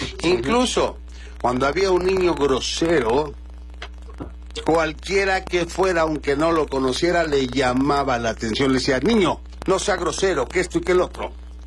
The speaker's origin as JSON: {"language": "Spanish", "country": "Mexico"}